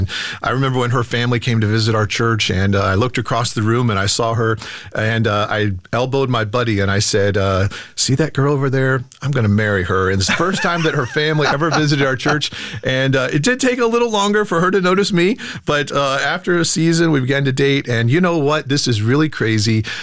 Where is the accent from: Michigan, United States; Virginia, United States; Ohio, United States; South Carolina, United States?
Ohio, United States; Well, I grew up in Southwest Ohio. My family moved there in 1971, and we joined a wonderful church there, Crestview Baptist Church, and I grew up there.